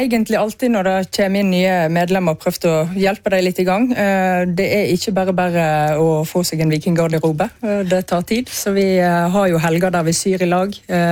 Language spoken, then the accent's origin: Norwegian; Hyllestad, Vestland, Norway; jeg vokste opp i Kvenstensparken i Hyllestad.